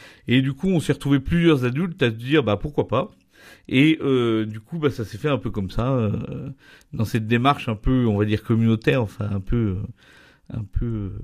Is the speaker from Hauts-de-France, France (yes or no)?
no; Bourgogne-Franche-Comté, France; now in Montréal-la-Cluse, France; Je suis originaire de Yonne.